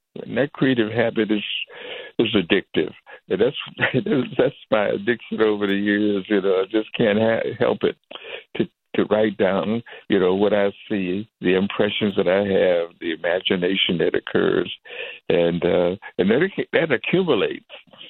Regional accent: Detroit, Michigan, United States; growing up in Motown

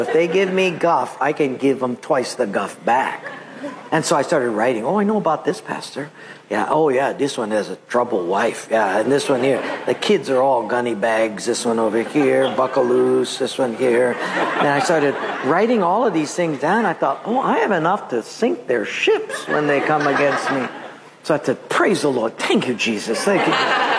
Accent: Honolulu, Hawaii, United States; I'm from Palolo.

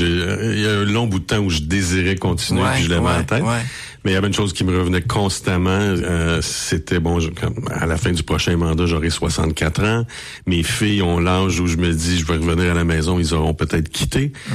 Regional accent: Quebec City, Quebec, Canada; born there; also born or lived in Trois-Rivières; Moi, je suis né à Québec en 1967. Mais à l'époque, mon père était ingénieur de formation, puis à l'époque, travaillait pour des pétrolières, puis on était souvent transférés d'une ville à l'autre. Donc, transféré à Québec, c'est là que j'y suis né.

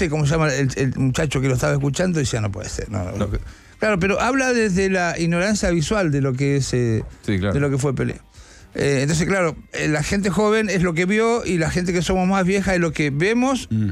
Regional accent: Argentina; Siendo argentino y teniendo haberlo tenido a Maradona.

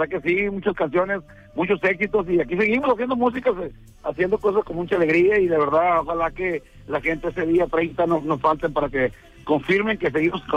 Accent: El Fuerte, Sinaloa, Mexico; acá andamos ahorita en el Fuerte, Sinaloa, donde somos originarios, aquí en un pueblito muy bonito, como todo lo mágico

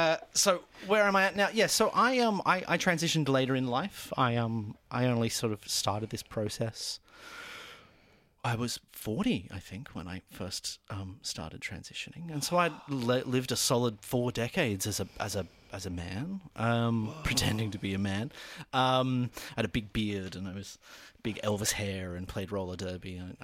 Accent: Ireland; now in Brisbane, Australia; So I'm not originally from Brisbane. I'm originally from Ireland and came out of here in the late 80s.

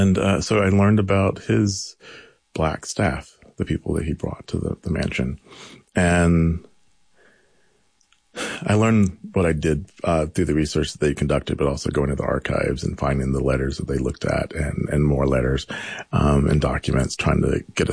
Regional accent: Milledgeville, Georgia, United States; Yeah, I'm from Milledgeville, Georgia, born and raised there. My family's been there, as far as I can tell, since like 1812.

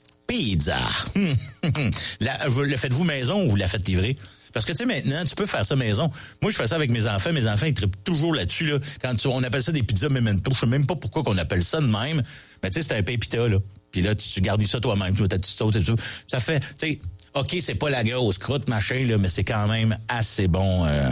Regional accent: Mont-Saint-Hilaire, Quebec, Canada; J'ai de Mont-Saint-Hilaire. J'ai grandi, j'ai été à Mont-Saint-Hilaire une bonne partie de ma vie. C'est ce qu'il est la capitale à peu près de la pomme au Québec.

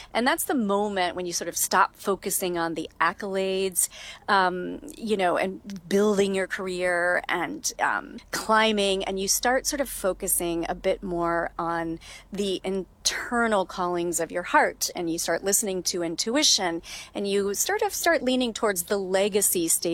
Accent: Kentucky, United States; I grew up in Kentucky, went to Churchill Downs, the home of the Kentucky Derby, many times.

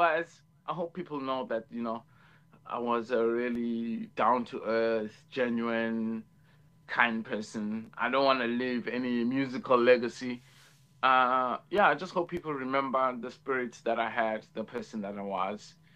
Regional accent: South Africa; now in France; I was also from South Africa

